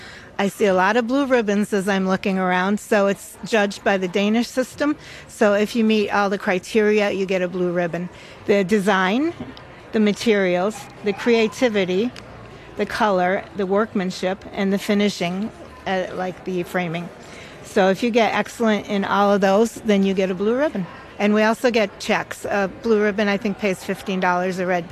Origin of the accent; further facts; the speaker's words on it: Granby, Massachusetts, United States; I'm from Granby, Massachusetts.